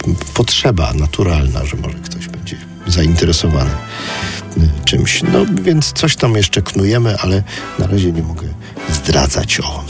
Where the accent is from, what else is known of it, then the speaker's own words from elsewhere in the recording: Kraków, Lesser Poland, Poland; No więc ja przypomnę, że jestem z Krakowa